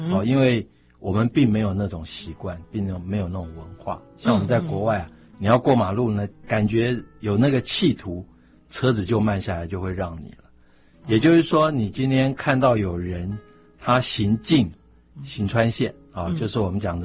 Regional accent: Tainan, Taiwan; 就是说我们在乡下还会骑，像我那时候在台南长大，我就还会骑啊。

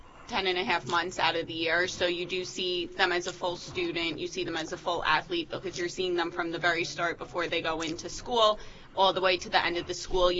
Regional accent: Levittown, New York, United States; I grew up in Levittown, went to MacArthur

